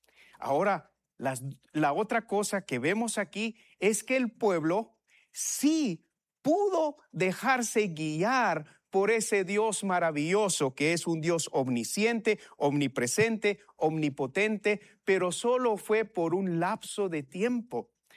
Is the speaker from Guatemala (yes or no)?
yes; Sololá, Guatemala; born there; moved away; Allá en mi pueblo se habla el Sutuil.